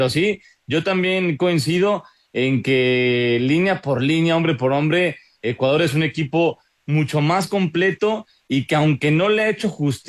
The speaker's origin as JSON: {"language": "Spanish", "country": "Mexico", "said": "nosotros como mexicanos lo hemos juzgado fuertemente"}